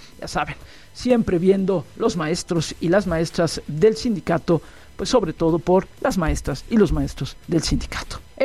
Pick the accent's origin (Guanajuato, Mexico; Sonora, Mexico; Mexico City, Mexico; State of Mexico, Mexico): Mexico City, Mexico; born there; yo nací aquí en México, aquí en la Ciudad de México, el Paseo de la Reforma, había un hospital, ahí nací, hace ya 59 años de edad. Pero luego estuve en algunos otros países por el trabajo de mi papá y regresamos a México, y yo tenía dos nacionalidades